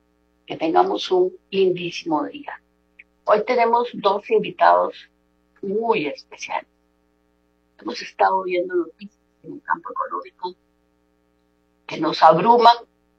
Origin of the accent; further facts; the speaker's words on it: Costa Rica; Somos costarricenses